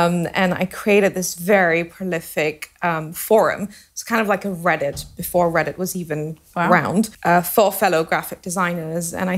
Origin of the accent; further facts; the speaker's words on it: Singapore; moved away as an adult; also born or lived in Rajasthan, India; now in London, United Kingdom; I was born in Rajasthan in India, which is the desert state where a lot of amazing textiles are made and produced and also discarded off into. And then I grew up in Singapore, which is the urban jungle, you know, very much a merit-based society.